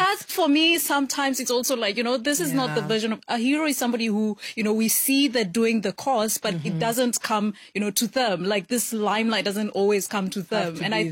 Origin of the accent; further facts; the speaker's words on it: Kenya; And I am a runner because I'm Kenyan.